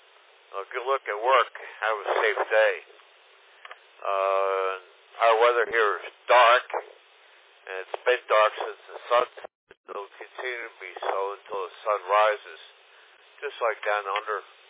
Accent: Pennsylvania, United States; I'm born and raised near Philadelphia, Pennsylvania, which is located in between in between Washington, D.C. to the south and New York City to the north.

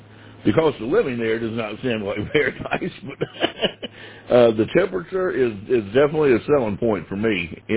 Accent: Winston-Salem, North Carolina, United States; now in Oklahoma City, United States; I love Winston-Salem, sir. I promise you, that is where I spent my childhood. I grew up there in the 80s. I love everything about Winston-Salem. I actually lived in Louisville, so I'm sure you know where that is. But, I mean, Winston was my absolute world, man.

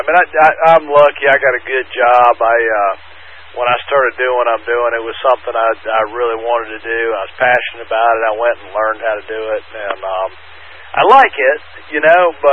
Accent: North Carolina, United States; also born or lived in Charlotte / Raleigh; I grew up in Charlotte and Raleigh, and I've been down the South all my life

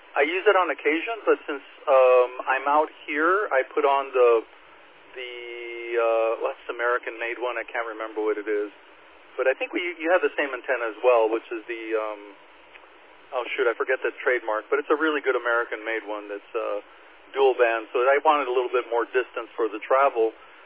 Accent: Mexicali, Baja California, Mexico; moved away; also born or lived in El Centro, California; I was born in El Centro, but I grew up in Mexicali, and so I have a lot of family still there

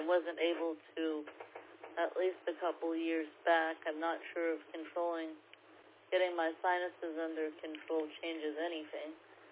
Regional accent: Hong Kong; moved away; also born or lived in California / Chicago; Yeah, I'm originally from Hong Kong, so I'm actually Chinese.

